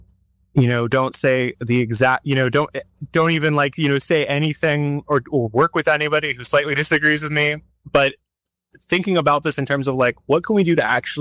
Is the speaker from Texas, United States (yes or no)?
yes; Texas, United States; born there; You know, like, I was born in Texas. I know like how reactionary people can get.